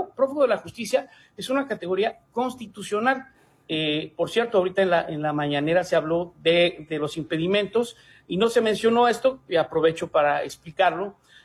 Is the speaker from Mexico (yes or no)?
yes; Mexico; Estimada Carmen, puedo decirte que como mexicano ya puedo morir a gusto al haber sido entrevistado por ti.